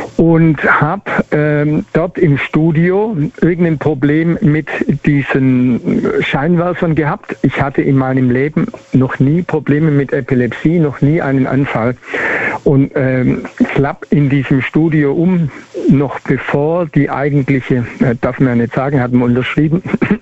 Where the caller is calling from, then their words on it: Schwäbisch Gmünd, Baden-Württemberg, Germany; Aus Schwäbisch Gmünd.